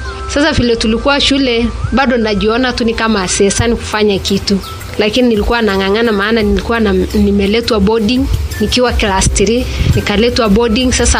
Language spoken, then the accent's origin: Swahili; Samburu County, Kenya; nimetoka Samburu County.